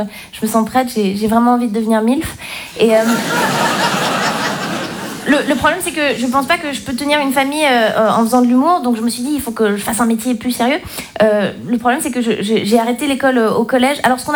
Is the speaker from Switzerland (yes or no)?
yes; Switzerland; moi je suis suisse et moi c'est bon. Et donc comme je viens pas d'ici